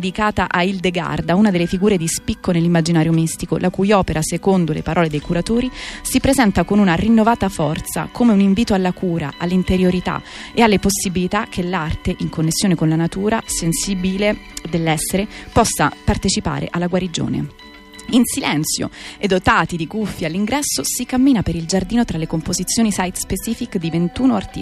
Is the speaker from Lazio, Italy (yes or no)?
yes; Rome, Lazio, Italy; Io conosco solo la via Emilia in realtà, perché poi non è che viaggio tantissimo, sono romana